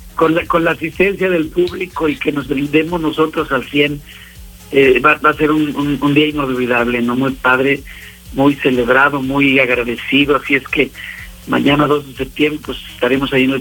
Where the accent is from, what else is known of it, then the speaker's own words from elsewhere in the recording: Mexico; cómo somos los mexicanos